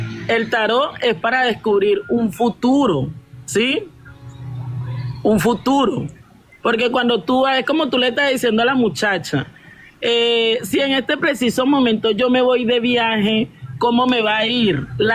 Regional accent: Venezuela; Tuve una enfermedad muy grave en Venezuela, porque yo también soy venezolana, pero de padres colombianos, ¿sí?

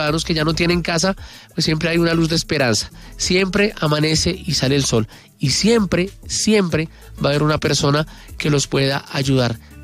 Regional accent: Colombia; porque todos somos colombianos y todos sentimos ese dolor

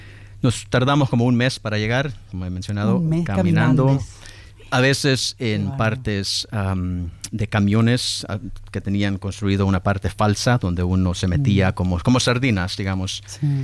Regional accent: Chalatenango, El Salvador; now in Los Angeles, United States; yo vengo de Chalatenango. Chalatenango y Morazán es donde se peleó la guerra más fuerte. Regiones pobres, de montañas. En mi pueblo no había ni agua potable ni electricidad. Así es que imagínate ir de un contexto así a Los Ángeles, California.

